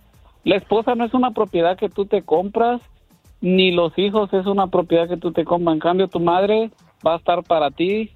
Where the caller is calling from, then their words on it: Honduras; yo soy de Honduras